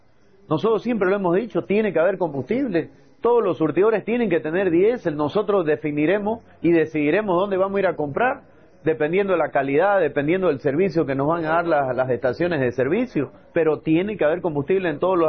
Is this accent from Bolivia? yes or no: yes; Bolivia; para que tengamos como bolivianos toda la calidad y el volumen necesario